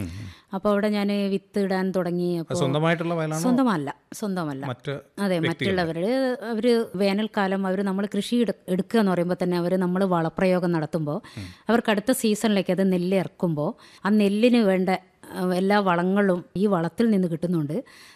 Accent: Wayanad district, Kerala, India; moved away as an adult; now in Vadakara, India; ഞാൻ എൻ്റെ സ്വദേശം, ഞാൻ ജനിച്ചു വളർന്നത് വയനാട് ജില്ല. വയനാട് ജില്ല എന്ന് പറയുമ്പോൾ തന്നെ അറിയാം വയലുകളുടെ നാടാണ്.

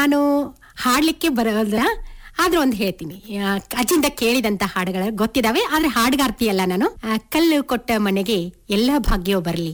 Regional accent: Halagali, Karnataka, India; also born or lived in Lokapura; ನಾನು ಮೂಲತಃ ಹುಟ್ಟಿದ್ದು ಲೋಕಾಪುರ ಅನ್ನುವಂತ ಊರಿನಲ್ಲಿ. ಇದು ನನ್ನ ತಾಯಿ ತವರೂರು, ಮತ್ತು ನನ್ನ ಬಾಲ್ಯವನ್ನ ಕಳೆದದ್ದು ಹಲಗಲಿ ಅನ್ನುವ ಗ್ರಾಮ.

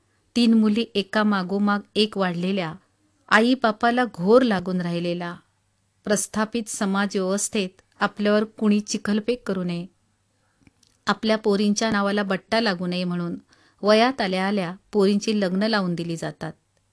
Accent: Maharashtra, India

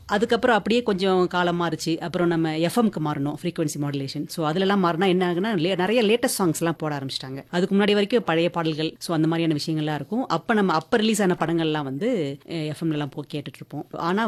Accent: Chennai, Tamil Nadu, India; நான் வந்து பிறந்து வளர்ந்ததெல்லாம் சென்னையில.

